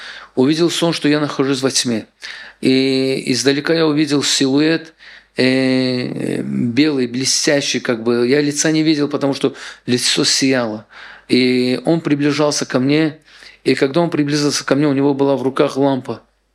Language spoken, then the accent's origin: Russian; Baku, Azerbaijan; now in Israel; я в Баку как бы был евреем. И у меня отец еврей, приехал в Израиль.